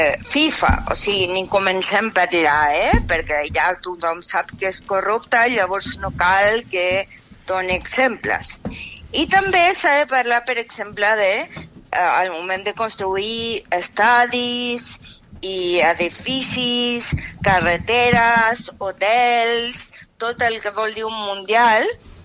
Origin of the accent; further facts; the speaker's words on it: Chile; Es que como soy chilena, a veces no me entiendo.